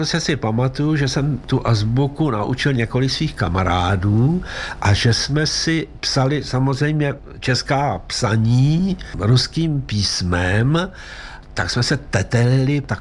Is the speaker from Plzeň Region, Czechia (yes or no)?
yes; Plzeň, Plzeň Region, Czechia; nezapomeňte, že já jsem vyrůstal v Plzni, no a do Plzni nepřišla sovětská armáda, Plzeň byla osvobozená Američany